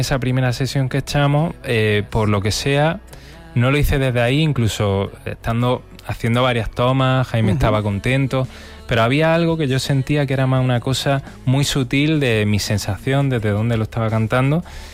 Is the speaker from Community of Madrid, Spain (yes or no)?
no; Andalusia, Spain; also born or lived in Almería / Granada; Yo soy medio almeriense granaíno, y la familia de mi padre vive en Almería.